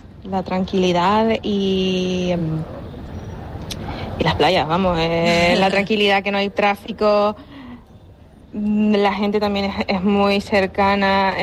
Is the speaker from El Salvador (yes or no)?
yes; El Salvador; moved away as an adult; now in Lanzarote, Spain; Yo soy de El Salvador, Centroamérica.